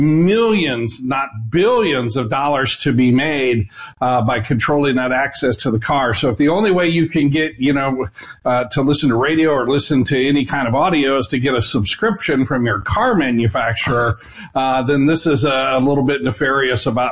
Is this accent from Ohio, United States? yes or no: no; Nebraska, United States; I grew up in Nebraska, the Midwest. AM radio was a staple.